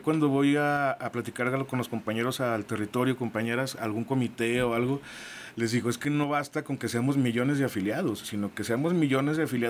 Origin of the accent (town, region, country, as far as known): Mexico